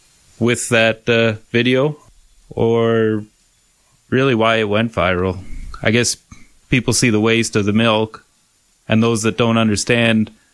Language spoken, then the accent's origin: English; Southgate, Ontario, Canada; I am from a dairy farm in the old Proton Township, so Southgate.